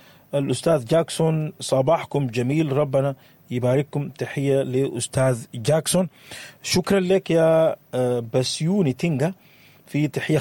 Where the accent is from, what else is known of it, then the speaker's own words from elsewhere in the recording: Sudan; لنا كسودانيين